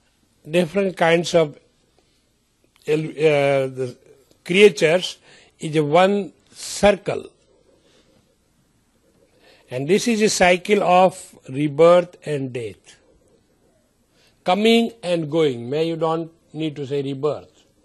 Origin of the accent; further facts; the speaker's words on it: India; moved away; I came from India, I brought Indian culture now.